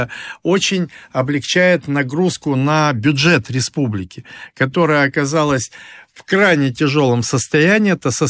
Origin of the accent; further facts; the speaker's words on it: Tiraspol, Transnistria, Moldova; как уроженец Тирасполя, я там имею огромное количество друзей, там бывших одноклассников, сослуживцев, моих избирателей, когда я там был депутатом парламента.